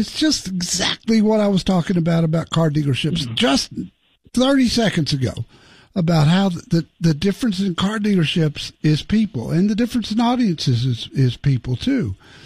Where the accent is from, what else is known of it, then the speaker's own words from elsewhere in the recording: Dallas, Texas, United States; The Cleveland audience loved this show, I believe, more than in my hometown of Dallas, Texas.